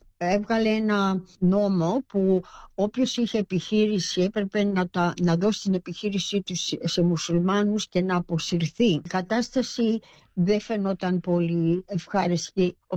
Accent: Perth, Western Australia, Australia; moved away as an adult; also born or lived in Melbourne / Athens; now in Gold Coast, Australia; γυρίσαμε πίσω στο Perth και μεγαλώσαμε στο Perth. Όταν είμαστε 20 χρονών, 21 χρονού, η αδελφή της μητέρας μου από την Κύπρο πλήρωσε για την αδελφή μου και εγώ να έρθουμε στην Κύπρο και να δούμε την Ευρώπη.

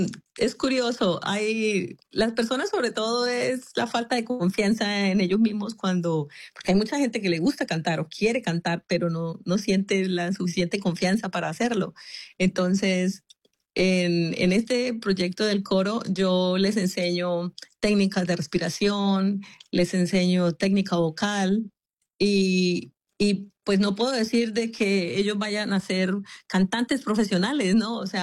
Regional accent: Colombia; Yo soy de Colombia.

